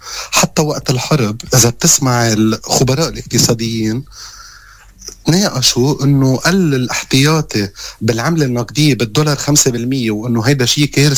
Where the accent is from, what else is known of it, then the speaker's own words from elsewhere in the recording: Lebanon; نحن كلبنانية أو كشعب لبناني محارب